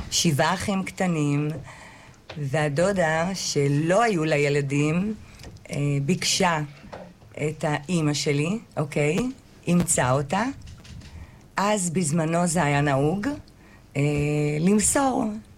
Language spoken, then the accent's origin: Hebrew; Ofakim, Southern District, Israel; born there; now in Beersheba, Israel; אני נולדתי בסורוקה כמובן, אבל גרתי באופקים.